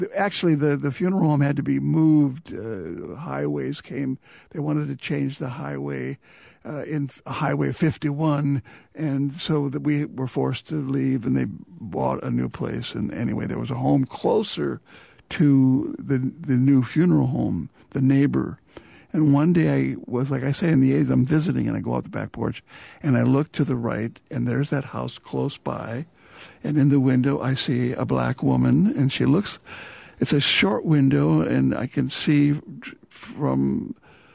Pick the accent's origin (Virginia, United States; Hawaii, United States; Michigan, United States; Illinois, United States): Illinois, United States; the Midwest; moved away; I was born in the Midwest. I was born west of Chicago. My hometown was a sundown town.